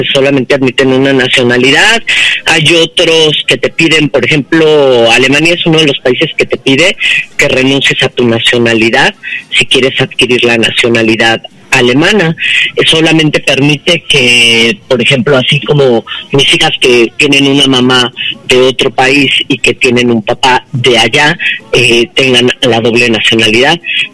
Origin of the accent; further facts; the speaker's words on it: Querétaro, Mexico; Yo que soy de Querétaro